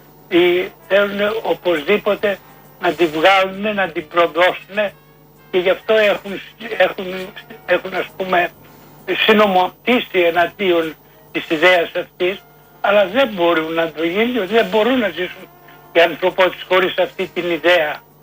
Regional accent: Greece; moved away as an adult; εγώ λείπω από την Ελλάδα από 20 χρονών, 29 που έφυγα, και όσο απομακραίνω τόσο πιο πολύ την αγαπώ.

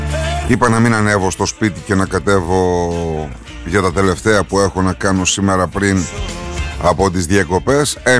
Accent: Milotopos, Central Macedonia, Greece; στο χωριό μου, στον παλιό Μιλότοπο

